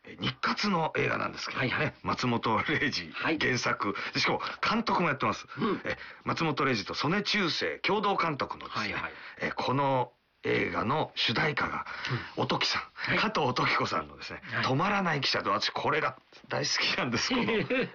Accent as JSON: {"language": "Japanese", "region": "Tokyo", "country": "Japan", "tie": "born or raised there", "said": "西日暮里育ちなんで、"}